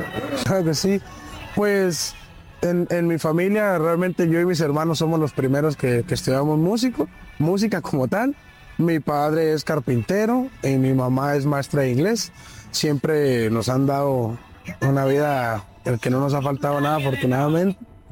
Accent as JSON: {"language": "Spanish", "town": "Tijuana", "region": "Baja California", "country": "Mexico", "said": "soy trompetista, soy tijuanense, californiano"}